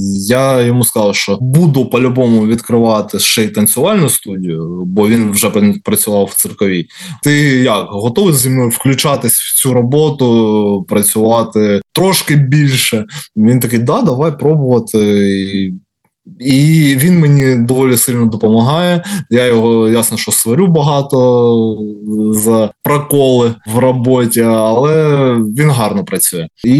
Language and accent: Ukrainian; Kharkiv, Kharkiv Oblast, Ukraine; Я з Харкова, у нас є циркова студія.